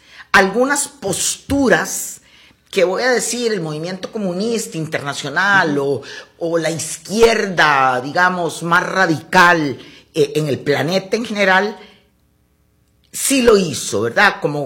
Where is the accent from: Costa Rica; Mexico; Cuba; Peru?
Costa Rica; una manera de ser que tenemos los costarricenses.